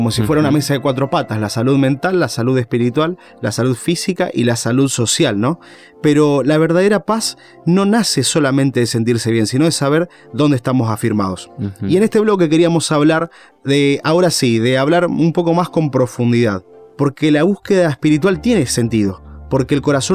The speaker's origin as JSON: {"language": "Spanish", "town": "Rosario", "region": "Santa Fe", "country": "Argentina", "tie": "born there", "said": "Y yo soy de la República de Rosario"}